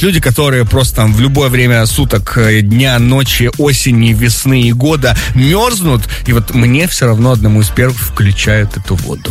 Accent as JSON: {"language": "Russian", "region": "Magadan Oblast", "country": "Russia", "moved": "yes", "said": "Я из Магаданской области. Я даже не из Магадана. Вокруг меня леса, снег и медведи. И вот 300 человек, которые в поселке живут."}